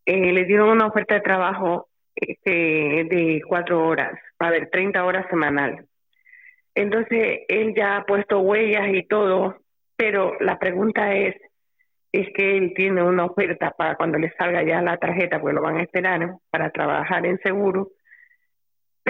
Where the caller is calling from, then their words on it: Community of Madrid, Spain; de Monte Carmelo.